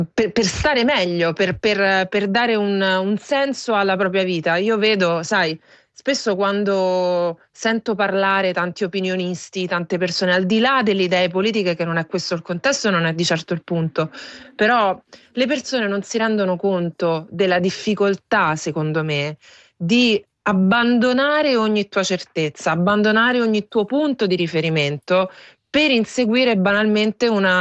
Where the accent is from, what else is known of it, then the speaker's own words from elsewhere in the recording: Ciampino, Lazio, Italy; moved away as an adult; io sono della provincia di Roma, sono di Ciampino e vengo da una famiglia molto molto semplice.